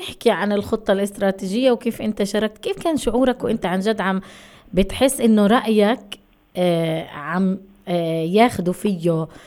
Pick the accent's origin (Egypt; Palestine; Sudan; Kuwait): Palestine; لأنه النجاح هو نجاحنا إحنا كشباب فلسطيني وكشباب ذوي إعاقة.